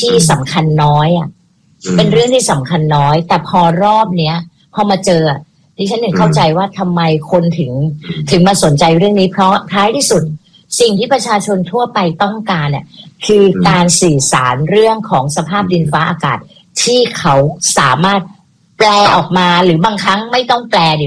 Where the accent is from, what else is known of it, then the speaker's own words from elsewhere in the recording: Bangkok, Thailand; เราไม่เคยพึ่งพาคนเหล่านี้เลยในชีวิตที่เราเป็นคนกรุงเทพมา